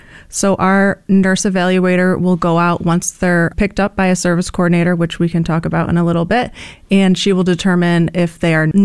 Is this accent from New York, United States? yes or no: yes; Syracuse, New York, United States; So I was born and raised in Syracuse, grew up here my whole life. I've been married for almost 10 years now, and I live in Westvale